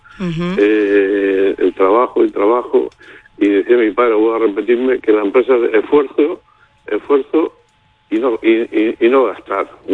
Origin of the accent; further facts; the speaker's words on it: Malpartida de Plasencia, Extremadura, Spain; dicen en mi pueblo Malpartida